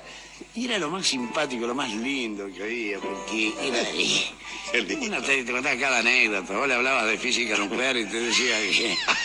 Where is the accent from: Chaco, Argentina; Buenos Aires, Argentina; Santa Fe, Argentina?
Buenos Aires, Argentina; born there; Yo nací en el barrio de Saavedra. En la calle Avenida del Tejar, 3050.